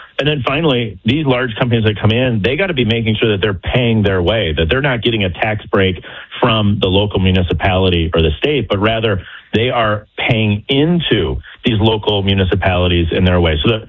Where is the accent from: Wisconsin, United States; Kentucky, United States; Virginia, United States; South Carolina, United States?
Wisconsin, United States; So in my home state of Wisconsin, there's a large data center that's being built